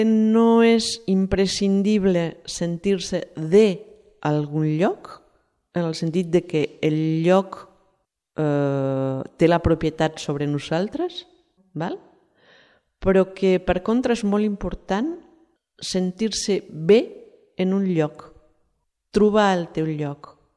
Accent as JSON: {"language": "Catalan", "region": "Catalonia", "country": "Spain", "also_born_or_lived": "Argentina", "said": "Però jo sóc catalana, i jo sóc catalana estigui on estigui, tot i que he nascut a l'Argentina"}